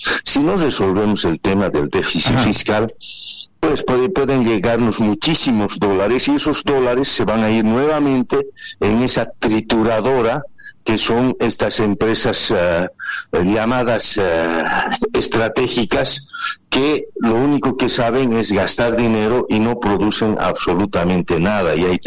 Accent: Bolivia; Somos los bolivianos

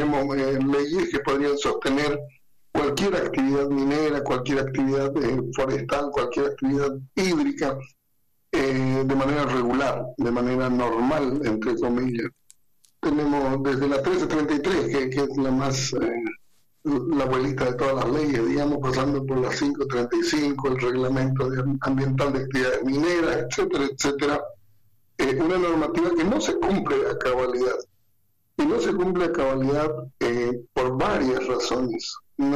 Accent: Bolivia

